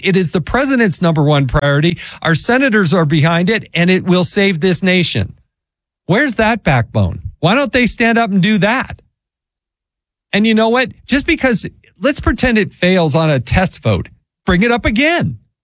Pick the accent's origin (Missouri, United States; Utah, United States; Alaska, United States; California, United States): Utah, United States; You know, a lot of places, my home state of Utah included, Utah does all vote by mail.